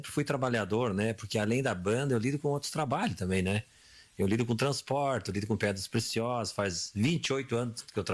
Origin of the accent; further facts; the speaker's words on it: Soledade, Rio Grande do Sul, Brazil; Não, eu não sou de Soledade. Eu sou natural aqui do Pontão da Bonião, Santa Terezinha ali, né? Daí eu vim embora para cá com 13 anos de idade. Hoje sou um soledadense, né? Já faz anos que eu habito aí.